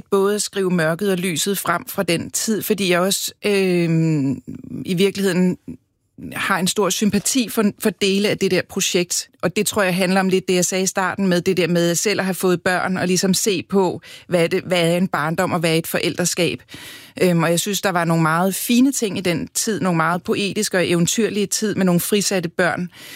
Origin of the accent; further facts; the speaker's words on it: Copenhagen, Capital Region of Denmark, Denmark; Jeg er opvokset på Christianshavn, hvor, kan man sige, den venstrefløj jo især også holdt til.